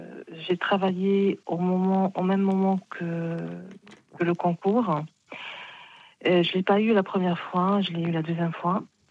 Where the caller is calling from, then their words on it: France; ça fait 5 ans que je suis en France